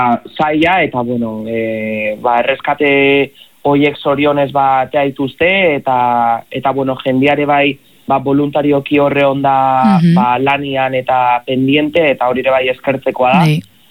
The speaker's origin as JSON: {"language": "Basque", "town": "Zarautz", "region": "Basque Country", "country": "Spain", "said": "Ni Zarauztarra naiz, eta noski Zarautzeko ondartza asko ezagutzek"}